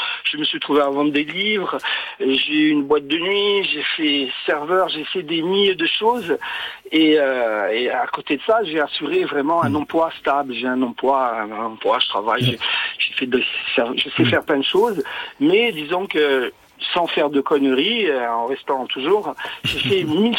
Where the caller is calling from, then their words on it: Corsica, France; j'appelle de Corse